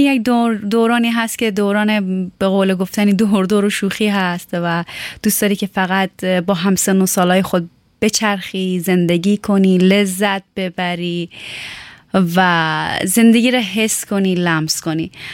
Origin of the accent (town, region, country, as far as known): Tehran, Tehran Province, Iran; born or raised there